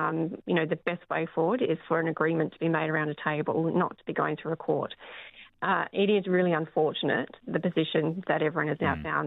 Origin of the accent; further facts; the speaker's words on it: York, Yorkshire and the Humber, United Kingdom; I'm from York, so it's something that's quite close to me as well.